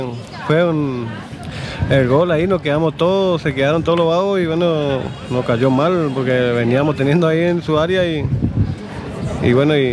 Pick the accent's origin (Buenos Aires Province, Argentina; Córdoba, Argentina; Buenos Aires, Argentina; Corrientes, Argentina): Corrientes, Argentina; nosotros somos todos cada correntino